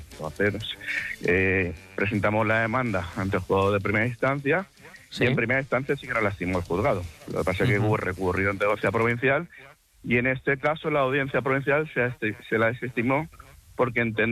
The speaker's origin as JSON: {"language": "Spanish", "region": "Valencian Community", "country": "Spain", "said": "Sí, soy valenciano, sí."}